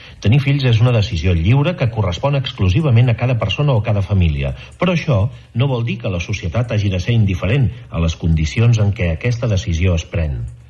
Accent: Catalonia, Spain

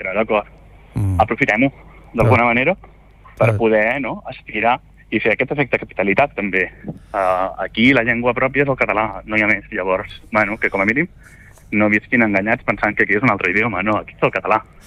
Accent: Lloret de Mar, Catalonia, Spain; vaig créixer a Lloret de Mar

